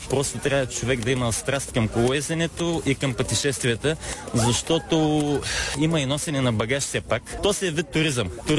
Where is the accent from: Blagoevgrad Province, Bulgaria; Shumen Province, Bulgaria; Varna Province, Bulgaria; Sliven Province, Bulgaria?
Varna Province, Bulgaria; Varna; also born or lived in Burgas; От Варна. Ма половин бургазия, половин варненец.